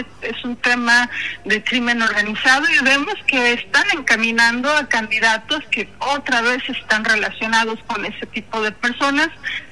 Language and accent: Spanish; Mexico